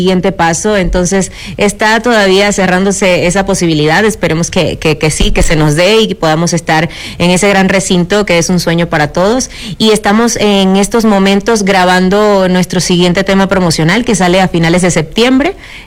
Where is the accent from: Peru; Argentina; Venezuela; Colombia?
Venezuela; Yo soy venezolana, pero crecí escuchando y viendo televisión mexicana.